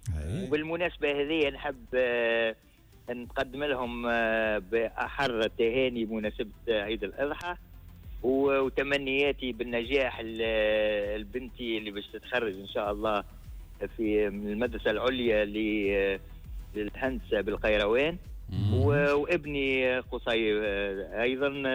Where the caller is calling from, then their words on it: Sousse, Sousse Governorate, Tunisia; انا نتكلم فيك من سوسة.